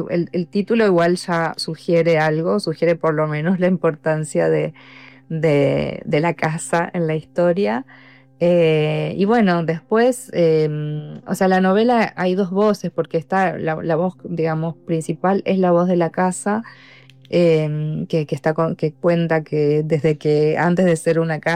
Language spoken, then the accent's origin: Spanish; Argentina; moved away as an adult; now in Buenos Aires, Argentina; Hace muchos años ahora que vivo en Buenos Aires, pero bueno, crecí en el interior de Argentina, donde el paisaje está muy próximo, donde la experiencia con el paisaje es cotidiana.